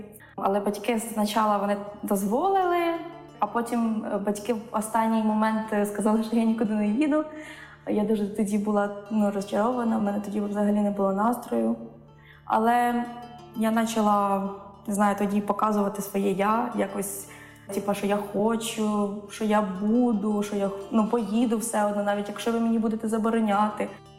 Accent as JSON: {"language": "Ukrainian", "town": "Liubashivka", "region": "Odesa Oblast", "country": "Ukraine", "tie": "born or raised there", "said": "Взагалі, я народилася в селищі Любашівка. Я росла в багатодітній родині, а нас семеро мами."}